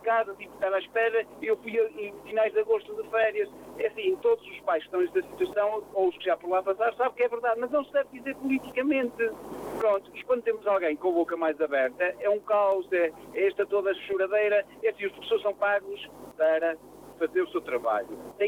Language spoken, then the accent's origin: Portuguese; Portugal; Enquanto nós, portugueses, não tivermos essa percepção do que é uma transmissão de Estado, vamos ter sempre um muro de lamentações.